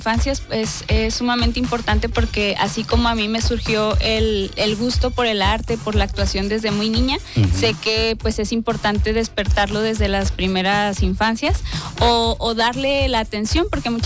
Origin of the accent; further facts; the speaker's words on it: Ciudad Juárez, Chihuahua, Mexico; also born or lived in Puebla; mis papás migraron cuando yo tenía 4 años. Entonces, chiquilla, pues tengo ya toda mi vida aquí en Juárez.